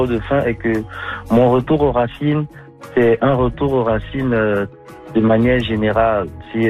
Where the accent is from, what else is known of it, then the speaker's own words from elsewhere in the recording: Côte d’Ivoire; moved away; also born or lived in Senegal / France / Quebec, Canada; Je viens de la Côte d'Ivoire, j'ai quitté la Côte d'Ivoire, j'étais au Sénégal, du Sénégal j'étais en France, de la France j'étais au Québec, du Québec j'ai parcouru tout le monde entier.